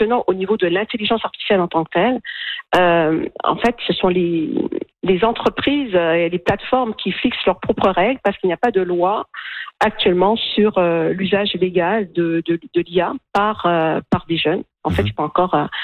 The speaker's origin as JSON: {"language": "French", "region": "Quebec", "country": "Canada", "said": "moi je viens du Québec"}